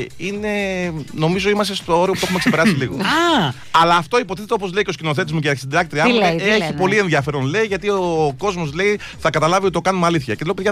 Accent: Aigio, West Greece, Greece; born there; moved away; επειδή με βλέπετε που κατεβαίνω στην πατρίδα μου στο Αίγιο κάτω, και με ρωτάτε

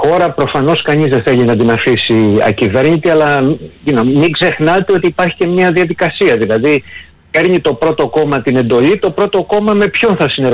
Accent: Greece

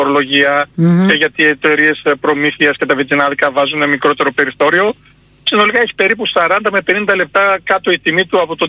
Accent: Serres, Central Macedonia, Greece; Εγώ είμαι από τις Έρες

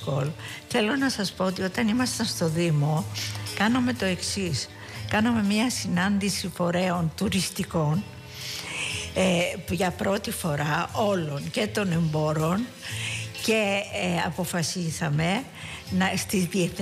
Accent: Greece; εμείς ως Έλληνες

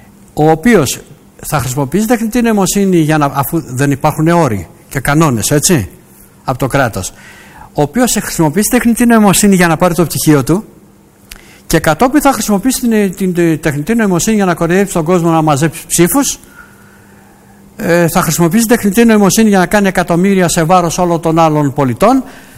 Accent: Piraeus, Attica, Greece; Εγώ είμαι πειραιώτης.

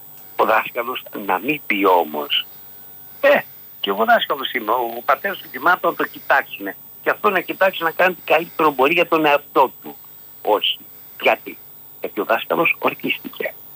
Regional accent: Athens, Attica, Greece; Εγώ τα παιδικά μου χρόνια τα ζήσα στα Νοπριβλήσια

